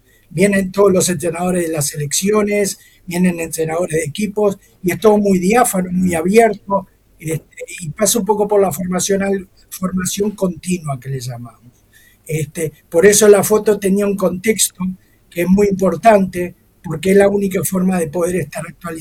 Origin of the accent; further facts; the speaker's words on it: Uruguay; así somos los uruguayos